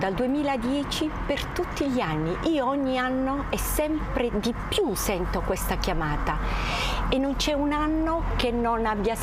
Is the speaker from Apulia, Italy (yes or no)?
yes; Bari, Apulia, Italy; moved away as an adult; now in Lugano, Switzerland; sono originaria della Puglia, precisamente di Bari, ma vivo a Lugano, da oltre 10 anni.